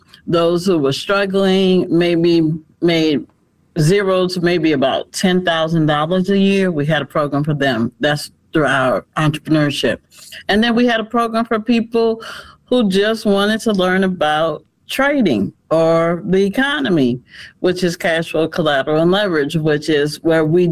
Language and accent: English; New Orleans, Louisiana, United States; moved away; I'm originally from New Orleans.